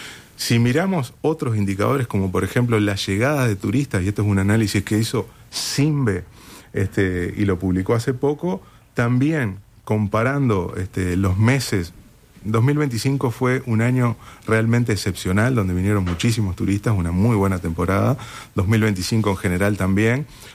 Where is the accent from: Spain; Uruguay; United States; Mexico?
Uruguay